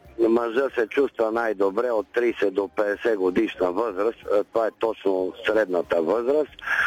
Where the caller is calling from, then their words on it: Valchedram, Montana Province, Bulgaria; от Вълчедръм.